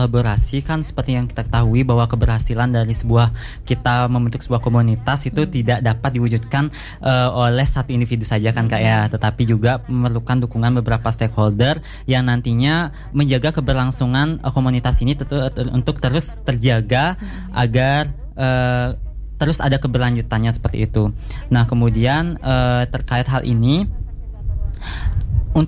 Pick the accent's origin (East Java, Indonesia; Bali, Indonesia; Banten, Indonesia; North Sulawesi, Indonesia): Bali, Indonesia; terutama di desa saya sendiri, desa Menyali